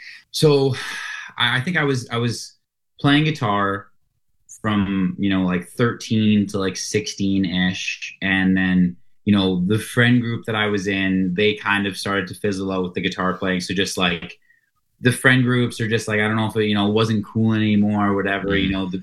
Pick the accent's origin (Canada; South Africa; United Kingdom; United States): Canada; Coaldale, Alberta; He was from Coaldale, like my hometown that I grew up in.